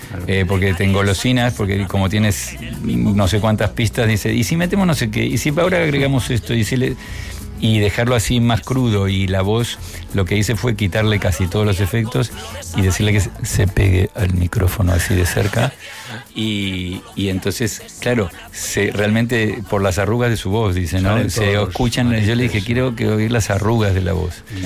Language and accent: Spanish; Region of Murcia, Spain; yo decía, pero si soy de Murcia.